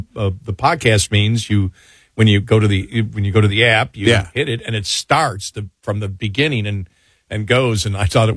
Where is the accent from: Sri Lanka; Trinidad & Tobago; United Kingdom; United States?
United States; Buffalo, New York; I'm from Buffalo, so I never trust any of my teams are going to do good.